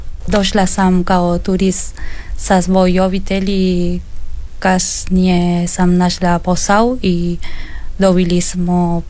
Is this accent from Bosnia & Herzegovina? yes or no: no; Argentina; Croatian is a second language; moved away as an adult; now in Croatia; dolazim iz Argentine. Došla sam u Poznicu 2024 sa svojom obitelji.